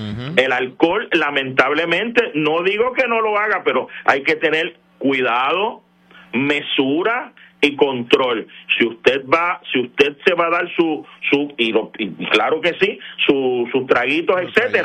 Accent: Fajardo, Puerto Rico; Soy del pueblo de Fajardo.

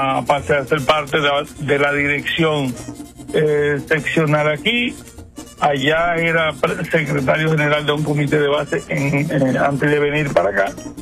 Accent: San Francisco de Macorís, Duarte, Dominican Republic; moved away as an adult; now in Puerto Rico; yo soy de San Francisco de Macorís. Soy el primer hijo de mi mamá, de cuatro que éramos.

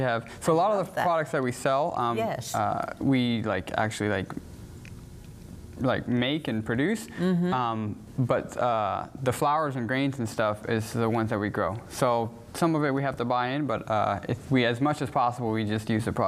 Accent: Ohio, United States; We're coming from Ohio.

